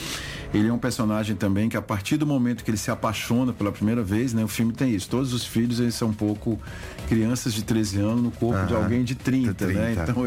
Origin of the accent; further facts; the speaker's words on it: Brazil; Acho que como brasileiro a gente tem uma coisa, a gente é meio otimista patológico, né?